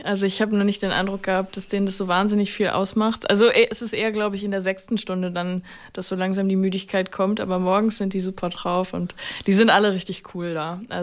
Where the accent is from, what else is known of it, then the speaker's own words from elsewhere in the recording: Wiesmoor, Lower Saxony, Germany; moved away; Also ich komme aus Hinrichsfehn. Hm. Das Fehn, das Heinrich Hinrichs vor 120 Jahren gegründet hat. Und genau, das gehört zur größeren Stadt Wiesmoor. Das ist in der Mitte von Ostfriesland.